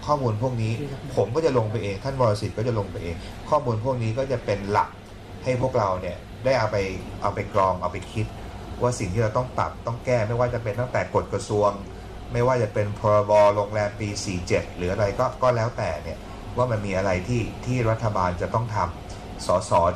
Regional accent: Isan, Thailand; อย่างผมมาจากอีสาน

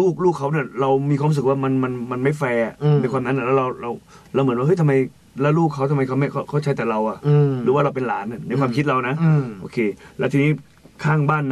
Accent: Saraburi, Thailand; also born or lived in Isan; now in Lopburi, Thailand; เป็นคนสระบุรีบ้านเกิดอยู่สระบุรีนะครับแล้วก็แต่ตอนนี้ย้ายไปอยู่ที่ลพบุรีแล้วครับผ

